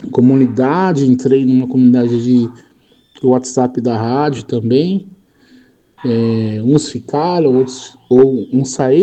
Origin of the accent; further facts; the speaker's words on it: Santo André, São Paulo, Brazil; sou do ABC originalmente, né? Uhum. E lá no ABC, eu ouvia muito rock, né? Eu era mais jovem, meus 12, 13, 15 anos e... Naquela época eu já ouvia rock, procurava rock, era de Santo André